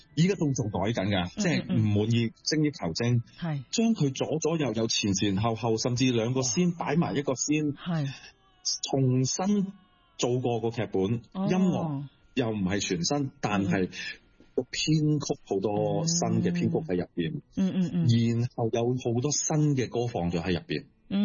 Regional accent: Hong Kong; 我们香港人一起互相帮助

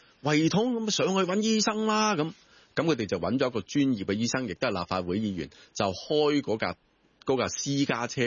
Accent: China; 咁三五五七我哋中國人裏面呢就叫做單數，即係叫陽數。

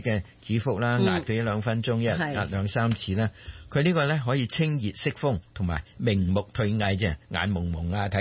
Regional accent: Guangdong, China

